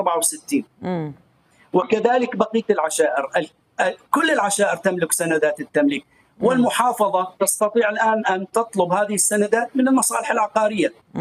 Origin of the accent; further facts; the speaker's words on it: Raqqa Governorate, Syria; نحن المزارعين